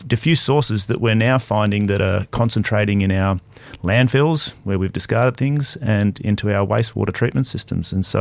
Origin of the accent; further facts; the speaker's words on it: Pierce's Creek, New South Wales, Australia; Yeah, I was born and raised in Pierce's Creek, which is just up the hills.